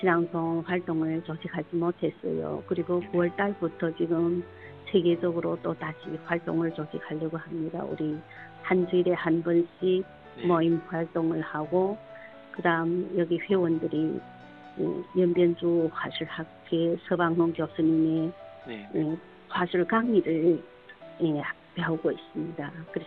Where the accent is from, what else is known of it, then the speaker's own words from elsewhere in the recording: China; now in Beijing, China; 우리 조선족 랑송 애호가들이